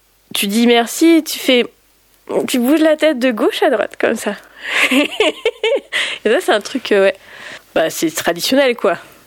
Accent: Auxerre, Bourgogne-Franche-Comté, France; Ouais, je suis née, j'ai grandi à Auxerre.

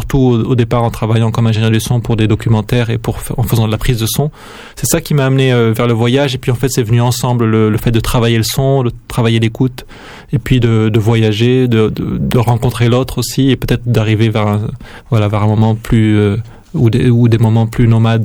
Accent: Narbonne, Occitanie, France; moved away; c'est pas très loin de l'endroit où j'ai grandi, donc qui est à Narbonne, donc à quelques heures de train d'ici.

